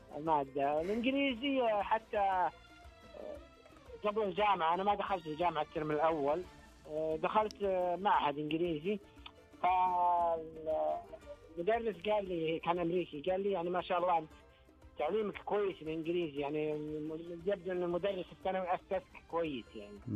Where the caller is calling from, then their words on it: Riyadh, Riyadh Province, Saudi Arabia; من الرياض الله يسلمك.